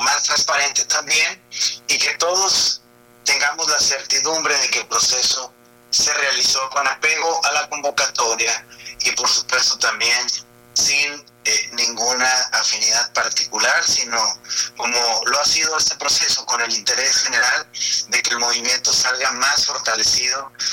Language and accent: Spanish; Hermosillo, Sonora, Mexico; also born or lived in Mexico City; Soy de Hermosillo. Tengo una trayectoria, viví 11 años en la Ciudad de México, regresé a Sonora por invitación del gobernador.